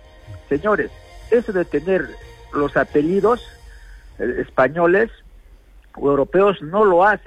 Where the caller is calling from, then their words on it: Peru; nos rebaja como peruanos que somos.